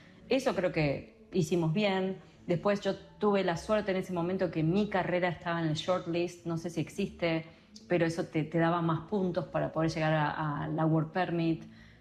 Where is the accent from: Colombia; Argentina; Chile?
Argentina; parecido a esto que te contaba de que soy más argentina acá que allá.